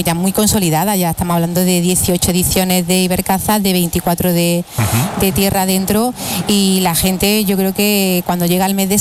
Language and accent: Spanish; Lopera, Andalusia, Spain; en mi pueblo, por ejemplo, un pueblo de pequeño como el Opera, hay una sociedad de caza y hay también otra de galgo. O sea que es algo que está muy arraigado en la provincia de Jaén.